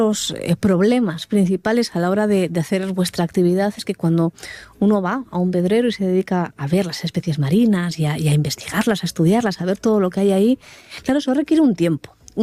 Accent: Gijón, Asturias, Spain; yo como soy de Gijón

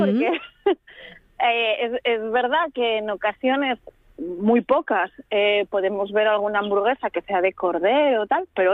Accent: Asturias, Spain; somos aquí los asturianos.

